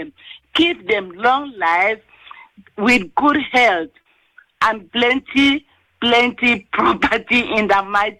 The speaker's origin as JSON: {"language": "English", "town": "Ikorodu", "region": "Lagos", "country": "Nigeria", "said": "from Ikorodu."}